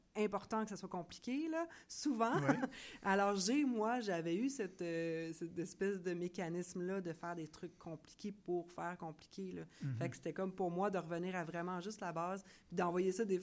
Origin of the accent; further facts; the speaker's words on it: Quebec, Canada; on a donc bien un accent. Hey, on est québécois ou on est francophone.